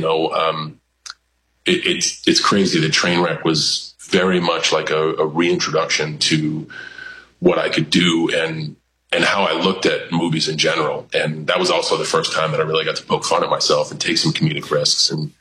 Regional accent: New England, United States; We're all from New England and like me, Mark Wahlberg, Matt Damon kind of share some weird similarities

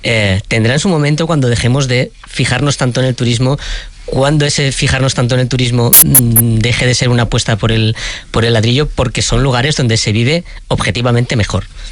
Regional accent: Benavente, Castile and León, Spain; mi pueblo Benavente era cruce de caminos con Portugal, Galicia, Asturias, y además era el centro de un espacio, es decir, era el centro de todo el norte de la provincia de Zamora.

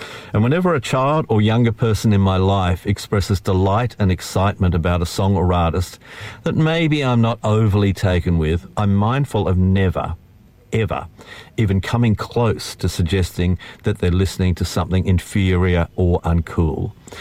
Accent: Launceston, Tasmania, Australia; I was lucky growing up in Launceston in the, you know, I was born in 1956, so we're talking the early 60s here.

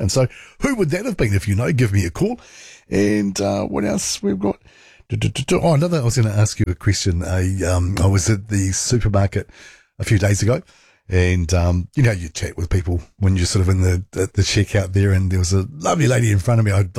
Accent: Masterton, Wellington, New Zealand; like I did in Masterton growing up in the Cameron block.

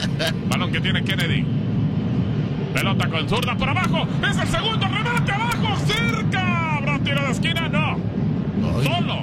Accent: Guadalajara, Jalisco, Mexico; Soy de Guadalajara.

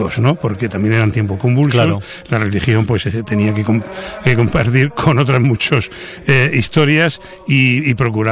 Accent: Region of Murcia, Spain

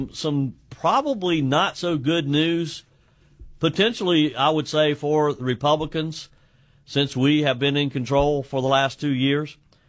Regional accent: South Carolina, United States; called out the U.S. Senate race here in my home state of South Carolina

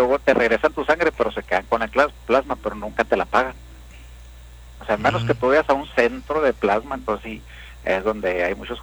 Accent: Ciudad Juárez, Chihuahua, Mexico; de Juárez, no sé cómo está el rollo, como para ir a donar sangre de vez en cuando también.

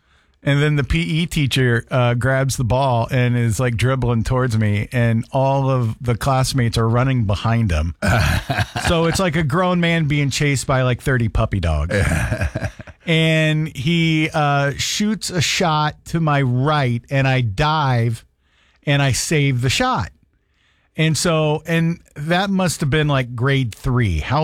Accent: United States; I'm typical American in that sense.

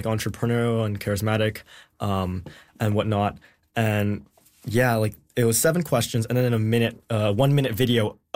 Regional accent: Vancouver, British Columbia, Canada; born there; now in Victoria, Canada; I'm choosing to stay in Victoria because I just love the city so much. I was born in Vancouver, but I moved here in like 2017.

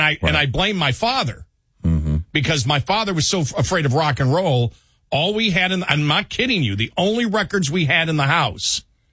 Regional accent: United States; I grew up on the Canadian border, so a lot of Canadian rock outside

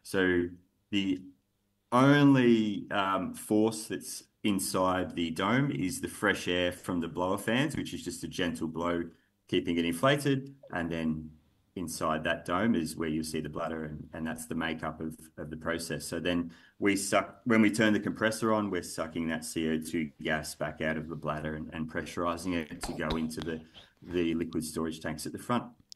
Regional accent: Hazelwood North, Victoria, Australia; And I grew up in Hazelwood North, and I understand the expertise and the skill sets that we have in the regions.

